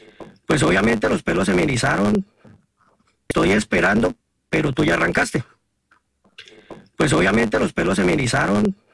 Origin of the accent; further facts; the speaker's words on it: Bucaramanga, Santander, Colombia; pues yo soy de aquí, de Bucaramanga. Hay un pueblo que queda cerca, que es de Lebrija.